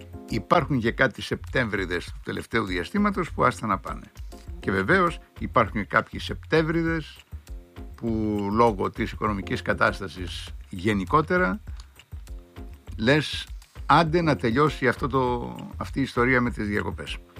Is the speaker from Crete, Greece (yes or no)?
yes; Agios Georgios, Crete, Greece; είναι τα 18 λεγόμενα χωριά του οροπεδίου γύρω-γύρω, είναι το χωριό μου, ο Άγιος Γεώργιος.